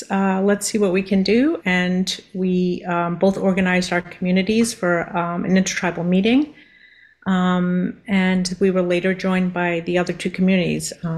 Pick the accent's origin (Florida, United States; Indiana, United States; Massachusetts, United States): Massachusetts, United States; Mashpee; I'm from the Mashpee Wampanoag tribe